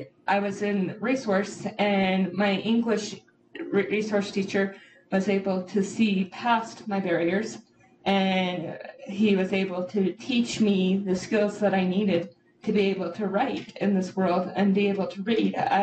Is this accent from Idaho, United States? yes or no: no; Utah, United States; I grew up in Northern Utah, and I love outdoor activities